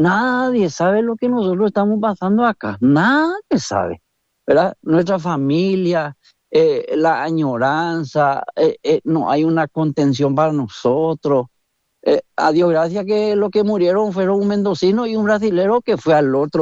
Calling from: Paraguay; los camioneros que venimos de Paraguay

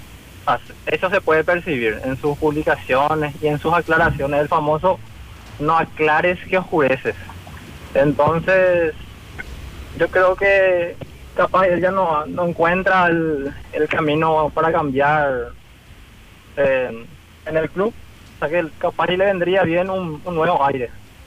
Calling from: Asunción, Paraguay; de Asunción.

